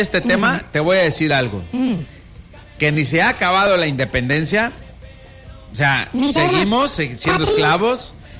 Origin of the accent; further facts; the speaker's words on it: Mexico; Sí, como mexicano.